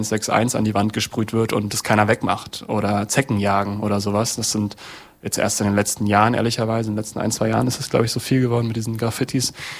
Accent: East Germany, Germany; das erste Mal gemerkt, dass ich Ossi bin, als ich im Westen war.

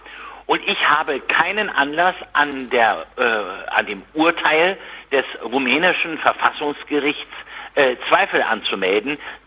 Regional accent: Brandenburg, Germany; vor allen Dingen hier in meinem Heimatland in Brandenburg.

